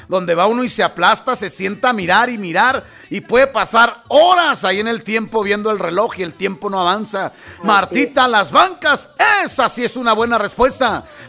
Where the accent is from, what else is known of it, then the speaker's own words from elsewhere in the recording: Santa Bárbara, Chihuahua, Mexico; moved away; Santa Bárbara. Santa Bárbara es una ciudad pequeña donde da temprano el sol. No, yo ahí crecí, oiga.